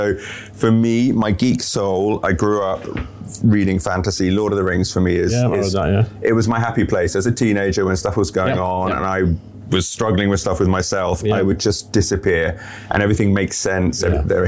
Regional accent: South East England, United Kingdom; So I'm from the New Forest, Hampshire, far south.

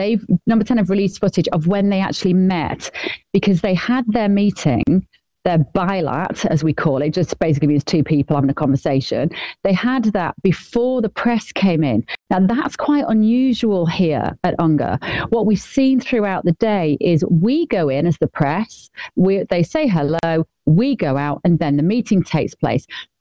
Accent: Manchester, North West England, United Kingdom; I didn't know whether Andy Burnham would remember that I'm from Manchester, to be honest.

